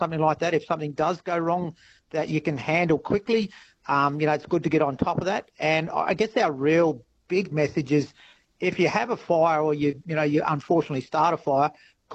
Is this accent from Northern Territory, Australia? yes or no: yes; Northern Territory, Australia; Look, I grew up in the Territory, and it's uniquely Territorian